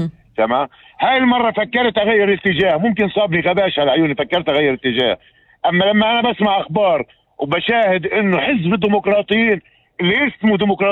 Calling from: Israel

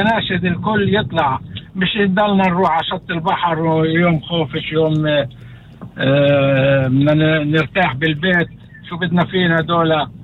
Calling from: Haifa, Haifa District, Israel

